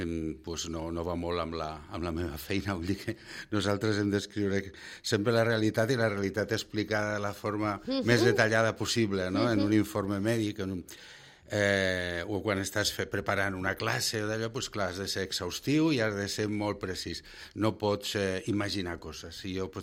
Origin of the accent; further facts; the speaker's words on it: Valencian Community, Spain; moved away; jo soc de valencià